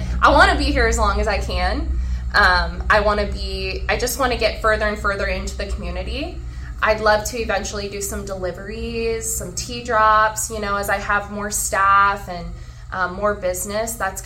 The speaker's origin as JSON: {"language": "English", "region": "Nebraska", "country": "United States", "tie": "born or raised there", "lives_now": "Blair, United States", "said": "I grew up in Nebraska, and we've been here for a little over 3 weeks."}